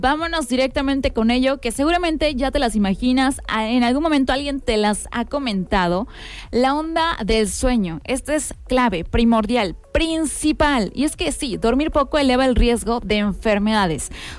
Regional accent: Mexico; Esto que también como mexicanos, oye, nosotros aplicamos y bastante.

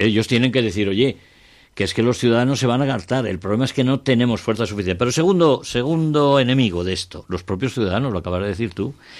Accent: Burgos, Castile and León, Spain; born there; now in Aranda de Duero, Spain; yo soy de Burgos, pero tengo un cabreo con la ciudad donde yo nací, que yo siempre digo ya que soy de Aranda

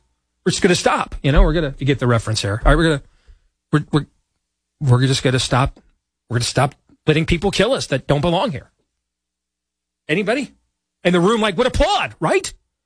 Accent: Michigan, United States; like it wasn't in my home state of Michigan

